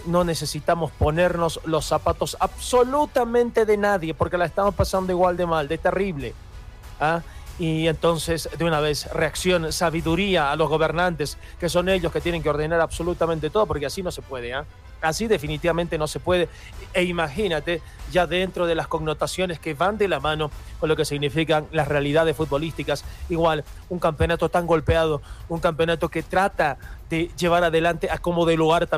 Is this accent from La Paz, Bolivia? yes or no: yes; La Paz, Bolivia; estos golpes que estamos recibiendo como paseños, como alteños